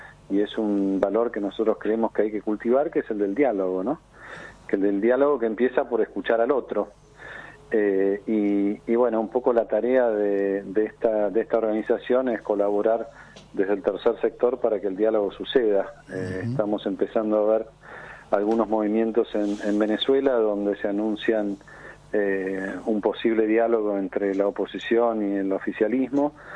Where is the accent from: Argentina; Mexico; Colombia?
Argentina; Y me parece que como argentinos es un enorme regalo tener la posibilidad de, aunque sea por 3 días, tener a un papa en la región, tener un papa en Argentina